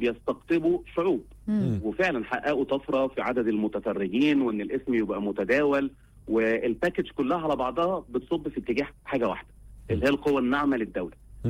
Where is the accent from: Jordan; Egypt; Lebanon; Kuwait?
Egypt; فإحنا كشعب مصري طبعا مستفيدين ان البراند بتاعنا احنا كمان بيعلى